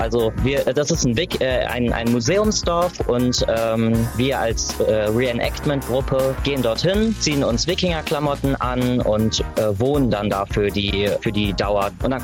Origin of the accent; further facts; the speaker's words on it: Bremen, Germany; now in Oldenburg, Germany; Also eigentlich komme ich ursprünglich aus Bremen-Nord.